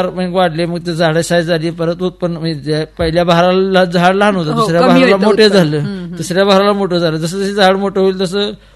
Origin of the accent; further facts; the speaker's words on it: Mardi, Maharashtra, India; आज आमचं गाव काही दिवसात महाराष्ट्रात मारडी हे डाळिंबीचं गाव म्हणून प्रसिद्ध होईल